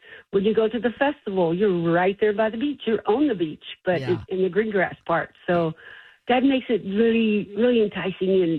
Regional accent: Alabama, United States; moved away; I was raised in Alabama.

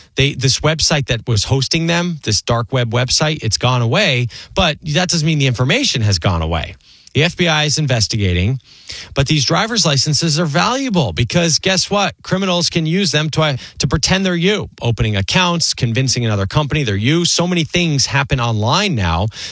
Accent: New Jersey, United States; I grew up at those Twin Towers. I could see them from my street where I grew up in New Jersey.

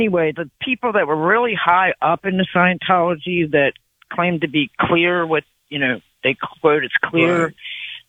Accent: Baltimore, Maryland, United States; born there; also born or lived in Northern Virginia; I was born in Baltimore, so I've been on just about all the forts in Northern Virginia with the newspapers.

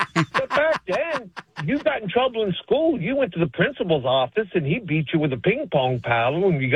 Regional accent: Maryland, United States; Yeah, no, I'm from Harford County.

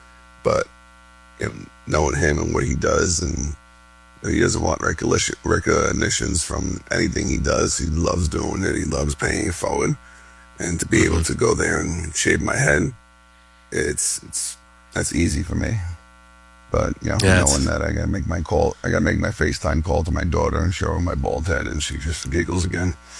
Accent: New York City, New York, United States; between my personal family and, you know, growing up in New York City and my three brothers, New York City firemen

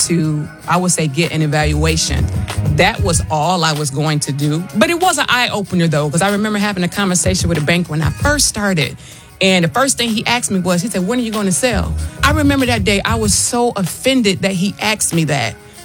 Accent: Detroit, Michigan, United States; I'm from Detroit.

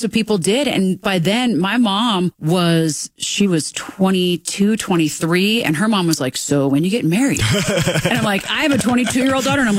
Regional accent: Broomfield, Colorado, United States; also born or lived in Denver; I grew up in Broomfield

